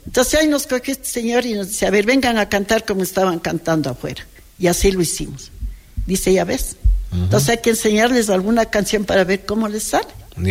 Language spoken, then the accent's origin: Spanish; Quito, Pichincha, Ecuador; also born or lived in Guayaquil; Sí, pero vine de unos 3 años acá, Quito.